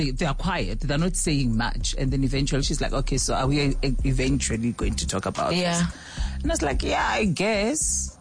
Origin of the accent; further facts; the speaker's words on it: Seshego, Limpopo, South Africa; We lived in those four-room houses first. And there was a point where I went to live with my grandparents in Seshego, not far from my house